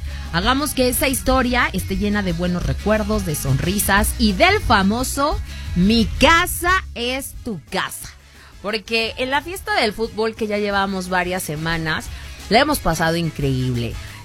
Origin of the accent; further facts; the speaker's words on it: Mexico; más siendo mexicanos.